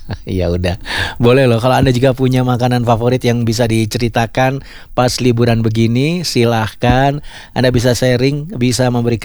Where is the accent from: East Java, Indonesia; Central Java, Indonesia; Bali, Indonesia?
East Java, Indonesia; terus sambelnya itu sambel merah sih biasanya dulu zaman saya waktu kecil di Jawa Timur.